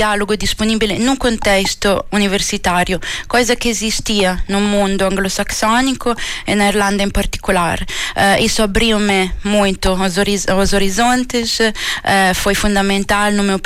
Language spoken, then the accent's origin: Portuguese; Italy; Portuguese is a second language; moved away as an adult; also born or lived in Ireland / Belgium; now in Portugal; Eu sou italiana e cresci academicamente, né? Fiz a minha licenciatura e o meu mestrado na Itália, na Università di Macerata, no centro da Itália, uma universidade pequenina.